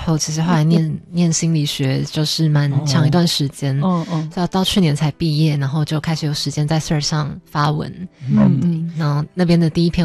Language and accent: Chinese; Tamsui, New Taipei, Taiwan; 是淡水人，